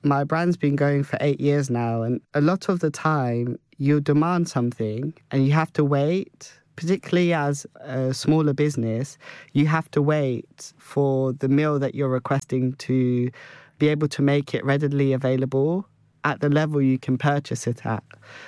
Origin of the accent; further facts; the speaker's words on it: London, United Kingdom; growing up in London, thinking about the men I grew up around